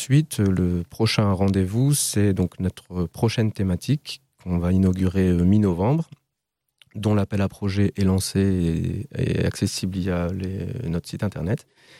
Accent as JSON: {"language": "French", "town": "Lille", "region": "Hauts-de-France", "country": "France", "tie": "born or raised there", "also_born_or_lived": "Berlin", "moved": "as an adult", "said": "Je suis originaire de Lille. Et avant d'arriver ici, je suis passé par Berlin pendant 5 ans."}